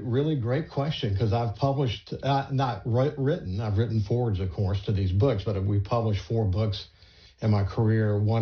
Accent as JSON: {"language": "English", "town": "Gulfport", "region": "Mississippi", "country": "United States", "tie": "born or raised there", "also_born_or_lived": "Bellevue (possibly Biloxi), Mississippi", "said": "We grew up in Bellevue and Gulfport together"}